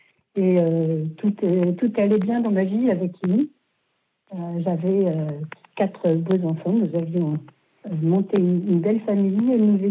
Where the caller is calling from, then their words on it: Paris, Île-de-France, France; Je vous appelle de Paris, le 14e. Ma paroisse, c'est Saint-Pierre-de-Montrouge.